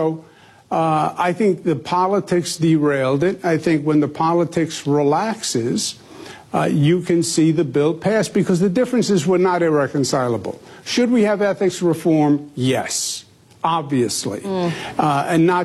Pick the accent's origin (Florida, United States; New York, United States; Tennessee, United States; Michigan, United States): New York, United States; I'm a New Yorker, if you can't tell. New York, finance capital of the world.